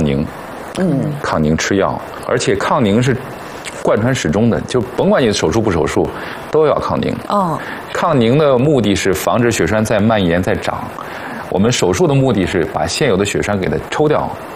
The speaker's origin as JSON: {"language": "Chinese", "country": "China", "said": "我们中国人"}